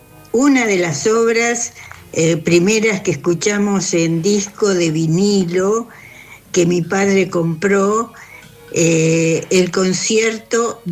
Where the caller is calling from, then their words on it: Lincoln, Buenos Aires Province, Argentina; de Lincoln.